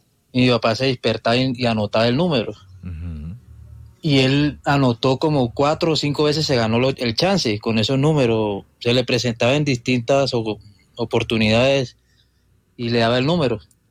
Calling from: Bogotá, Colombia; De Bogotá.

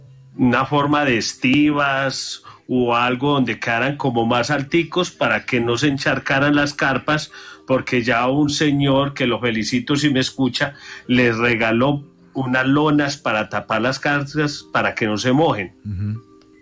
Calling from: Caramanta, Antioquia, Colombia; Yo estoy, mi viejito, en Caramanta, Antioquia.

